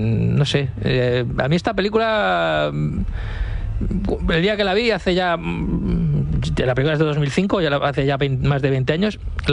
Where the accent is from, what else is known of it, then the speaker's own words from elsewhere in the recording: El Pozuelo, Castilla-La Mancha, Spain; en mi pueblo, en el Pozuelo